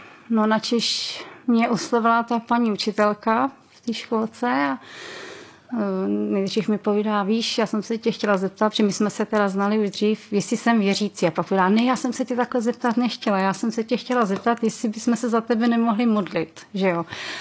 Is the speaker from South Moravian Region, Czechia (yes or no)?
no; Vysoké Mýto, Pardubice Region, Czechia; Dobrý den … jsem z Vysokého Mýta